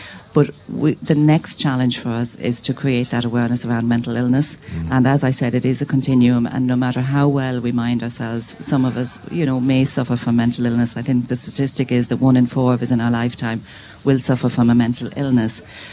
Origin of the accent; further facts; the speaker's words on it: Carlow, Leinster, Ireland; I suppose I'm from Carlow